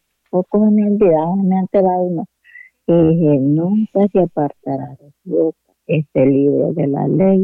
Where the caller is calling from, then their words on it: Jamastrán Valley, El Paraíso, Honduras; Hipoteca, Valle Jamastrán.